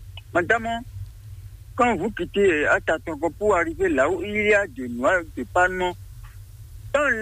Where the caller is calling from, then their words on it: Bonou, Ouémé, Benin; Village à Gomaran, mairie de Bonou.